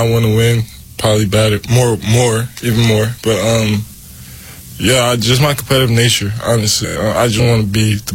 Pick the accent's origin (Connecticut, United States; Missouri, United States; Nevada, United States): Nevada, United States; Las Vegas; Yeah, I was born and raised in Vegas, yeah. I grew up around, like, sports, honestly.